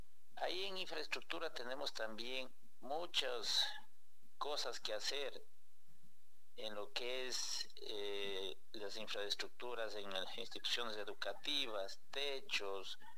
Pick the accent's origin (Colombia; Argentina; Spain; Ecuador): Ecuador; Cotopaxi; Es necesario que los hijos de Pangua trabajemos por Pangua.